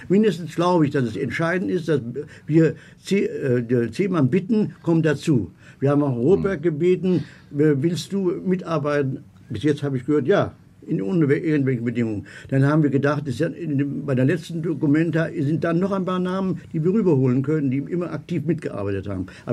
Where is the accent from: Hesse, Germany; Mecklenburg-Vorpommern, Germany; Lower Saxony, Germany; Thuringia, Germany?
Hesse, Germany; Kassel; born there